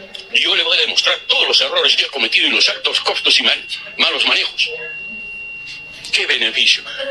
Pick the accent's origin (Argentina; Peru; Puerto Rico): Peru; Arequipa; Yo como arequipeño protesto